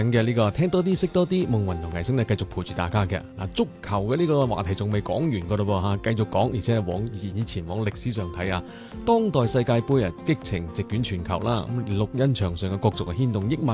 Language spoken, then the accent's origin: Chinese; Guangdong, China; 刚好契合我们广东人喝早茶的时间